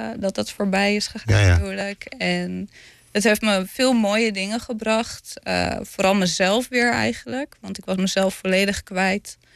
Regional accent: Lelystad, Flevoland, Netherlands; Ik ben een Lelystedeling.

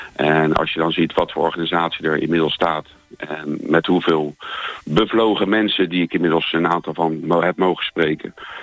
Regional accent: The Hague, South Holland, Netherlands; born there; now in Alphen aan de Rijn, Netherlands

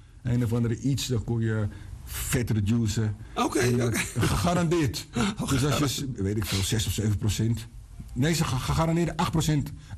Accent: Bangkok, Thailand; Amsterdam is natuurlijk absoluut mijn nummer 1. Maar ik kom uit Bangkok.

